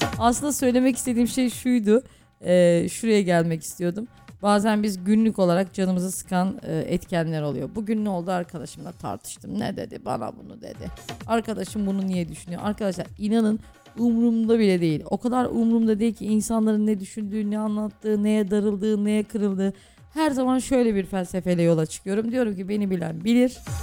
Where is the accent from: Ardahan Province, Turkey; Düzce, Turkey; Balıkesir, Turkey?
Düzce, Turkey; dedik ben Düzce'liyim. Düzce'de de genelde yengen oluyor. Meşhurdur Düzce'nin yengeni falan dedim.